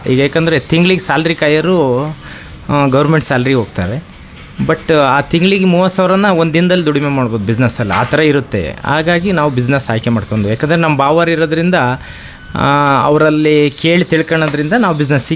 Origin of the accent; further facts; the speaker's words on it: Tammadihalli, Karnataka, India; now in Shivamogga, India; ನಾವು ಹುಟ್ಟಿದ್ದು ಶಿವಮೊಗ್ಗ ಡಿಸ್ಟಿಕ್, ಶಿವಮೊಗ್ಗ ತಾಲೂಕು, ತಮ್ಮಡಿಹಳ್ಳಿ ಅಂತೇಳಿ. 500 ರಿಂದ 6 ಕಿಲೋಮೀಟರ್ ಇದೆ ನಮ್ಮೂರು. ನಿಯರ್ 500 ಆಗುತ್ತೆ ನಮಗೆ. ಅಲ್ಲೇ ಹುಟ್ಟಿದ್ದು, ಅಲ್ಲೇ ಬೆಳೆದಿದ್ದು, ಓದಿದ್ದೆಲ್ಲ 10th ತನಕ ತಮ್ಮಡಿಹಳ್ಳಿಲೇ ಓದಿದ್ದು.